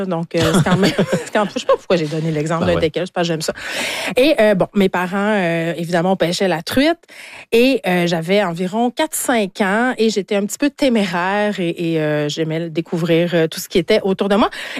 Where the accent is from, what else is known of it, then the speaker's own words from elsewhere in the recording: Saguenay, Quebec, Canada; je viens du Saguenay, j'arrête pas de le répéter, et je pêche depuis, mon Dieu, que je sais marcher avec mes parents.